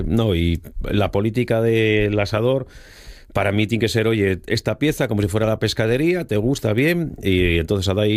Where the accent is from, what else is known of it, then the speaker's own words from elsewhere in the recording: Asturias, Spain; como buenos asturianos que somos